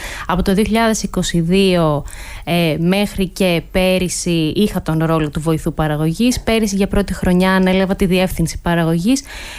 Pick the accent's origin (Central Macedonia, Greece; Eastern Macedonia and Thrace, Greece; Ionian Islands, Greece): Eastern Macedonia and Thrace, Greece; Kyprinos; moved away as an adult; now in Leonidio, Greece; Η καταγωγή μου είναι από το Βόρειο Εύρο. Είμαι από ένα μικρό ακριτικό χωριό, τον Κυπρίνο. Εκεί μεγάλωσα. Και μετά τις σπουδές μου άρχισα να κατηφορίζω στην Ελλάδα.